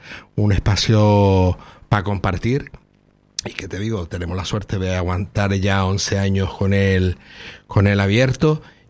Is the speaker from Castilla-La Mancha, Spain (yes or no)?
no; Canary Islands, Spain